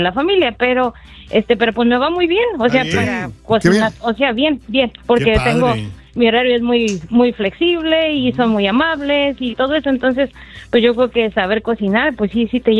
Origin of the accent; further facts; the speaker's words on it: Mexico City, Mexico; Yo de la Ciudad de México.